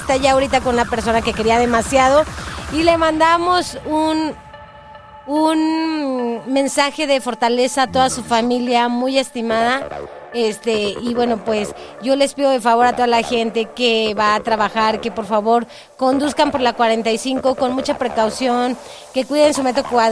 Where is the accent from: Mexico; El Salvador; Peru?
Mexico; San José de Gracia; personas de mi tierra natal, de San José de Gracia.